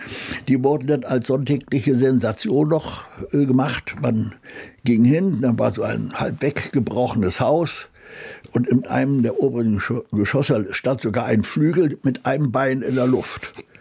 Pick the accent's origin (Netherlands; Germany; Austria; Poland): Poland; Gdańsk, Pomeranian Voivodeship; moved away; also born or lived in Königsberg; Und bin in Danzig aufgewachsen. Und dann bin ich sogar eingeschult worden. Also in die ganze Jugendzeit ist Danzig.